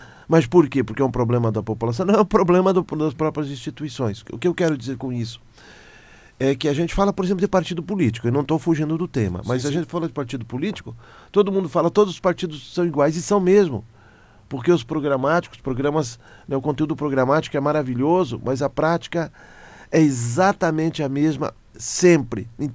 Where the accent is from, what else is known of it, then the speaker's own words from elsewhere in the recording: Brazil; nós sonhamos enquanto brasileiros